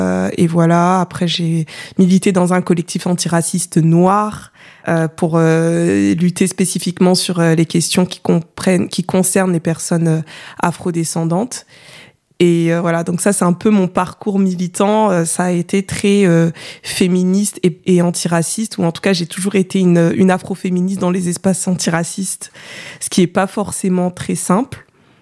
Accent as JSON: {"language": "French", "country": "Comoros", "said": "Je suis une personne afrodescendante. Je suis comorienne, française aussi de nationalité, mais racialement, ouais, je suis une personne noire."}